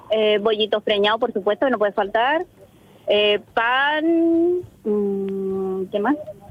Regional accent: Venezuela; Allá se come mucho parrilla y en mi tierra, Venezuela, se come mucho sancocho para las fiestas

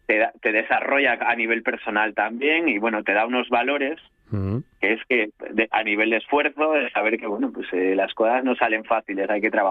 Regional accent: Spain; Los poquitos somos los españoles.

